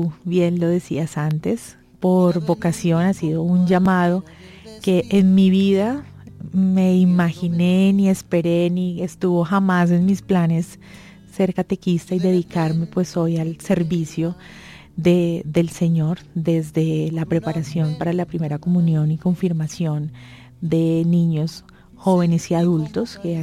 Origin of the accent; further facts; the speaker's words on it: Bucaramanga, Santander, Colombia; Crezco en Bucaramanga, estudié en Bucaramanga, mi colegio, mi universidad, y bueno, hoy en día soy mamá, tengo 3 hijos, mellizas de 8 años, un niño mayor de 15 años, casada